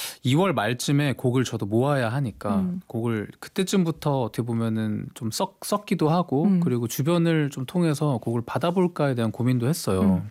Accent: Busan, South Korea; moved away as an adult; now in Seoul, South Korea; 제가 부산 사람이잖아요.

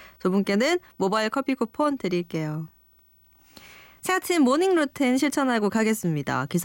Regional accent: South Korea; 저는 한국인인 게 참 좋아요.

